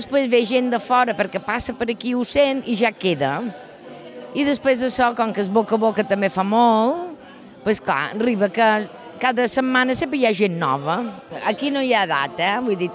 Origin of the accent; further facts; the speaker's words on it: Menorca, Balearic Islands, Spain; tots som de Silla i cantam el mateix.